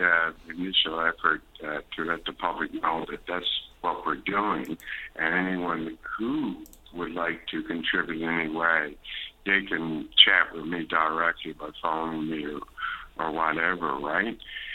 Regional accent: Placentia, Newfoundland and Labrador, Canada; I've established the theory of land in my hometown, 21st Placentia, very beautiful by the ocean

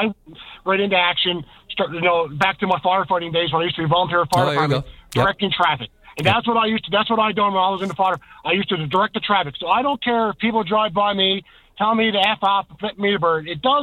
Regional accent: Newfoundland and Labrador, Canada; and when they found out we're from Newfoundland, they kept saying how nice and how polite to people from Newfoundland and Labrador.

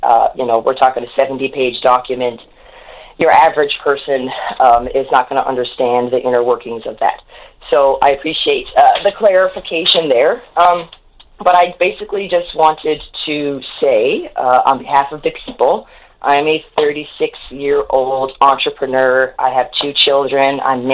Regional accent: Newfoundland and Labrador, Canada; I may never see the mm-hmm. electricity bill that I deserve to see as a Newfoundlander.

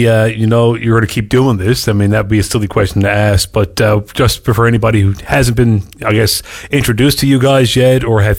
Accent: Mount Pearl, Newfoundland and Labrador, Canada; I grew up in Mount Pearl, and I was like, Frosty's is still on the go.

